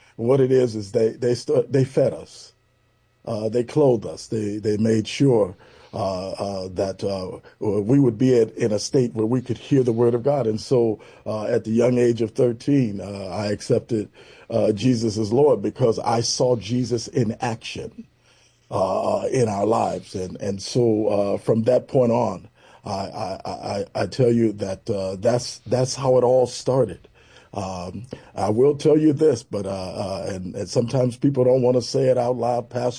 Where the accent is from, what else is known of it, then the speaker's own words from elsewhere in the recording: Chicago, Illinois, United States; as a young person growing up in Chicago, it was difficult.